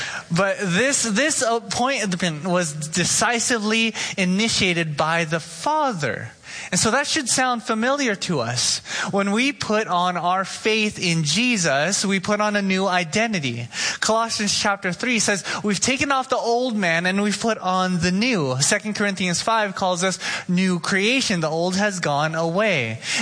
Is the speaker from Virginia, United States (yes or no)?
no; Oxnard, California, United States; I grew up in Oxnard. I drove a Toyota Matrix and gas was too expensive.